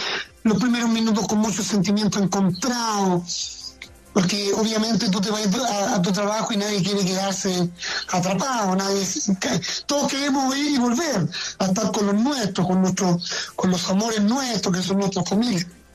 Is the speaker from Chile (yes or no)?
yes; Chile; éramos 32 mineros chilenos y un minero boliviano.